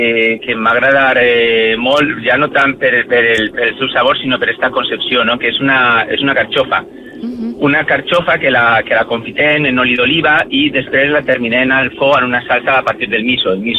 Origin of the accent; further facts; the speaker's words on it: Valencia, Valencian Community, Spain; Jo soc de València, que és aquí